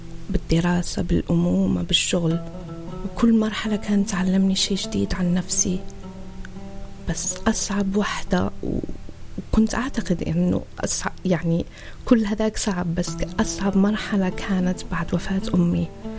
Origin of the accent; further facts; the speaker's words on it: Algeria; Arabic is a second language; moved away as an adult; now in United Kingdom; أول مرة كانت لما وصلت على بريطانيا كطالبة، وهذا تقريبا من 20 سنة. فأنا جيت من الجزائر وكانت لغتي الفرنسية، عندي طبعا عربية وفرنسية، لكن الإنجليزية ما كانت كتير قوية.